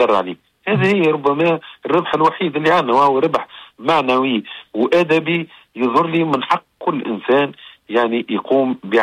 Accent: Tunisia; أنا أول تونسي نرأسها اللجنة الدولية للألعاب قبل المتوسطة

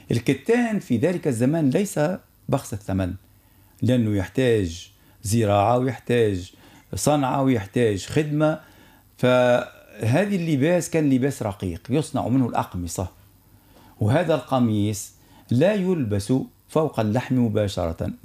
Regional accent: Tunisia; أنا تونسي

